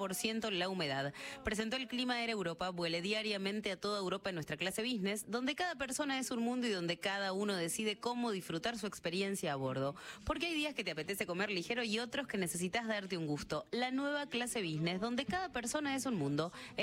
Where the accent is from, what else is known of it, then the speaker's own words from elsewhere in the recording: Buenos Aires, Argentina; born there; Yo soy nacida acá, en Capital Federal.